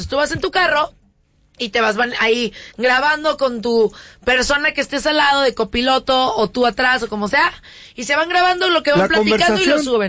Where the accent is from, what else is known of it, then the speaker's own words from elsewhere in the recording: Mexico; Las dos somos mexicanas.